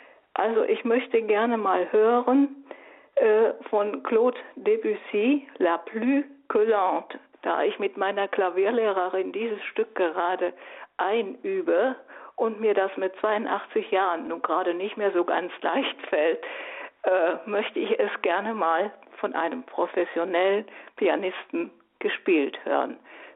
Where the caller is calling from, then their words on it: Oldenburg, Lower Saxony, Germany; ich rufe aus Oldenburg an.